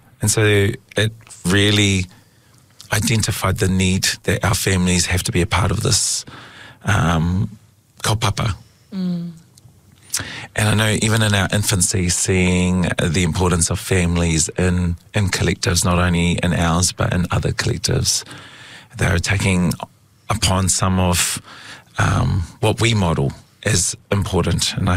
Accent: Christchurch, Canterbury, New Zealand; Growing up in this city, it is the most English city out of England.

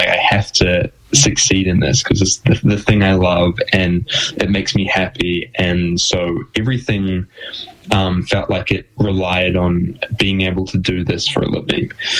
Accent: Gisborne, New Zealand; I was known as the drawing kid, which like isn't, you know, as a child in Gisborne isn't like the most the coolest title to have.

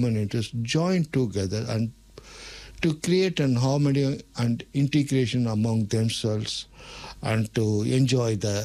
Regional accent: Vellore, Tamil Nadu, India; now in Dunedin, New Zealand; I am from India, Peter. Particularly, I am from Tamil Nadu.

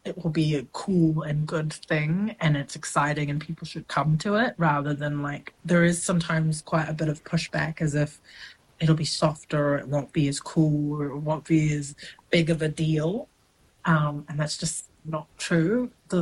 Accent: New Zealand

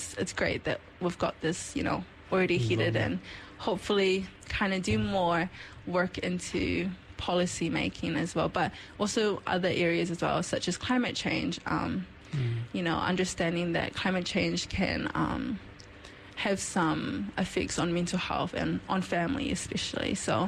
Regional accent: New Zealand; born there; as a Kiwi, as someone being born in New Zealand, I'm proud of just being able to be proud of my identity. As a Samoan

